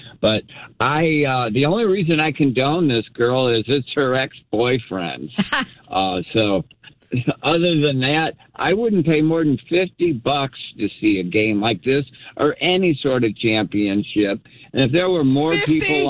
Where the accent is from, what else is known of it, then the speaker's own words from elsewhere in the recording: St. Louis, Missouri, United States; now in Arizona, United States; No. I'm from St. Louis originally, and Bidwell out there was a cheap, no good son of a gun, and his son is just as bad.